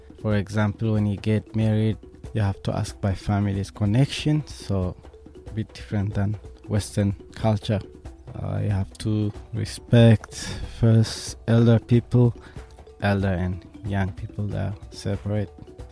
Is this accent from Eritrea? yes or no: yes; Eritrea; English is a second language; moved away as an adult; now in Australia; I came from Africa, Eritrea. I came to Australia 1995. I like Australia, but quite different with the culture and food, language and weather.